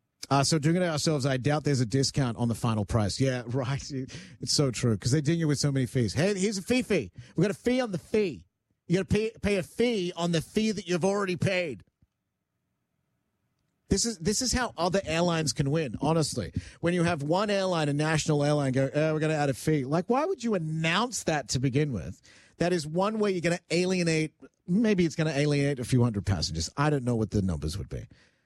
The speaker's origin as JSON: {"language": "English", "country": "Canada", "said": "I'm not American, but I'm a Canadian and I'm in Canada."}